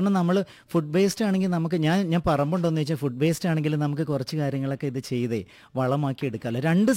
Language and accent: Malayalam; Piravom, Kerala, India; ഞാൻ പിറവംകാരനാ.